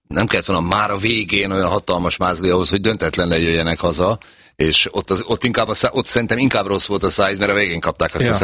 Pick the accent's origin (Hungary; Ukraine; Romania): Hungary; ott valahol mondtam, hogy magyar vagyok, 3 napig nem engedtek fizetni. Pusztán ezért, mert hogy magyar vagyok